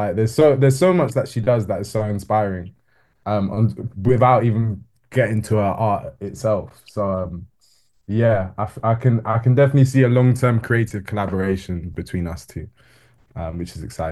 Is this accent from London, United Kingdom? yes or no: yes; London, United Kingdom; born or raised there